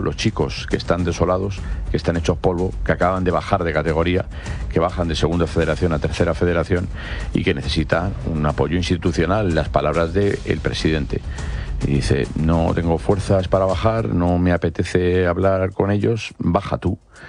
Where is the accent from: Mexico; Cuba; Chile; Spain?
Spain; Madrid, Community of Madrid; Yo soy de Vallecas, soy vallecano y a mucha honra. Desde que nací, me crié y salí del barrio. Ya no vivo allí, pero yo salí del barrio siendo un preadolescente